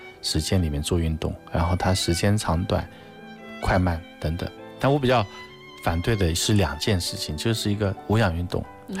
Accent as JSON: {"language": "Chinese", "country": "China", "said": "那我们中国人呢，他也是讲究一种中正的饱满的一种气象。"}